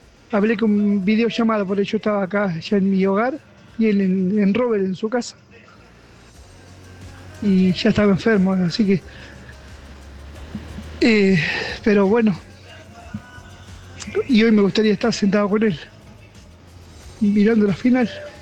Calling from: Facundo Quiroga, Buenos Aires Province, Argentina; de Facundo Quiroga, acá en la provincia de Buenos Aires.

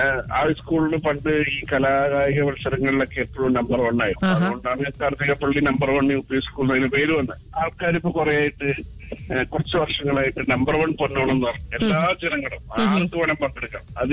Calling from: Vadakara, Kerala, India; കോഴിക്കോടാണല്ലോ. കോഴിക്കോട് പിന്നെ ആക്ച്വലി പടകരയാണ്.

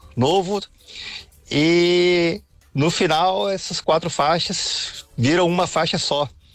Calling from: Volta Redonda, Rio de Janeiro, Brazil; de Volta Redonda, indo para Niterói.

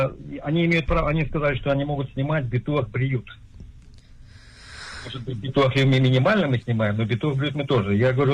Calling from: Rishon LeZion, Central District, Israel; Я из Ришина.

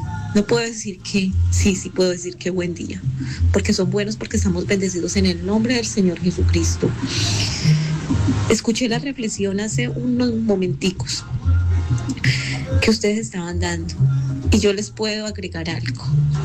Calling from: Pereira, Risaralda, Colombia; vivo en Colinas del Triunfo, somos de Pereira. Y lo único que yo les puedo decir es que no soy bautizada, pero creo en Cristo Jesús.

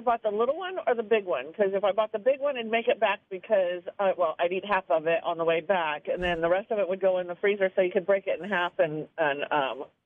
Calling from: Bluffton, Indiana, United States; I'm from Bluffton.

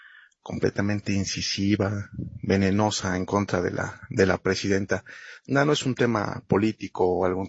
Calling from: State of Mexico, Mexico; del Estado de México.

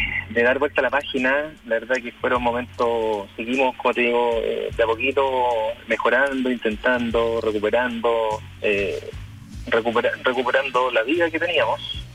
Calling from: Chile; nosotros no somos de Santiago, somos cerquita en la costa

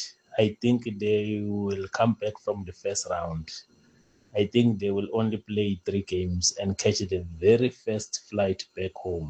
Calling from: Northern Cape, South Africa; I'm calling in Bosmansberg in the town of Northern Cape.

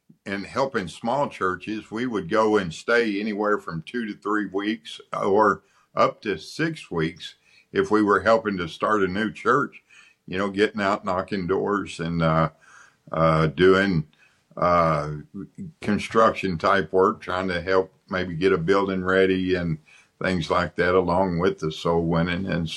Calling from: Tenaha, Texas, United States; I am in Tenahaw, Texas, which is deep east Texas.

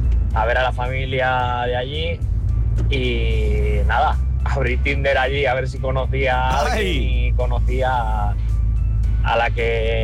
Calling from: Palma, Balearic Islands, Spain; de Palma de Mallorca.

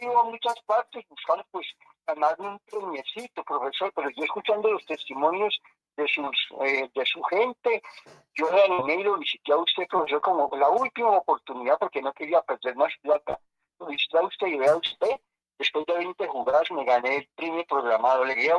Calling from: Bogotá, Colombia; Yo soy vivo aquí en el barrio Restrepo, Bogotá. Yo aquí tengo mi redondería, taller, toda la vida

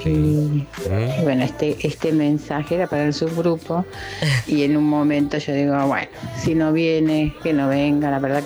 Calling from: Avellaneda, Buenos Aires Province, Argentina; de Avellaneda.

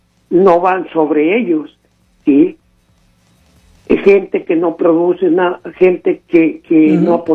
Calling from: Sierra Mojada, Coahuila, Mexico; de la Sierra Mojada.

